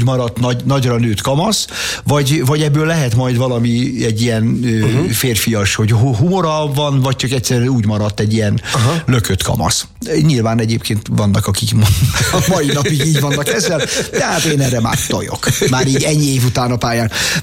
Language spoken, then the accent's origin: Hungarian; Budapest, Hungary; Én anyukám mellett nőttem föl, én egy elkényeztetett, hülye, kelenföldi baba voltam, olyan burokban éltem